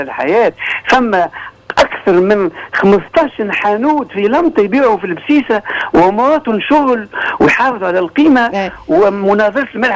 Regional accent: Tunisia; ما احنا من تونس

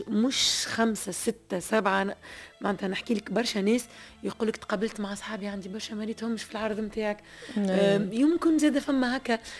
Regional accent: Tunisia

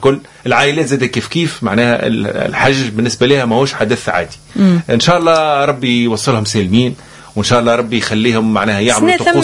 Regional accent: Tunisia; إحنا عندنا في تونس

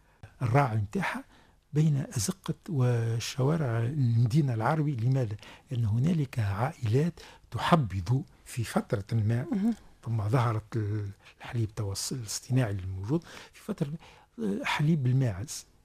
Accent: Tunis, Tunis Governorate, Tunisia; عندنا في تونس

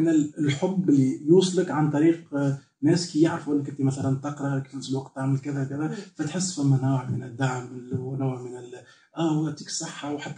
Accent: Sousse, Sousse Governorate, Tunisia; بيتي من سوسه، مولود في سوسه، دونك بيتي بيئه بتونسيه عاديه جدا

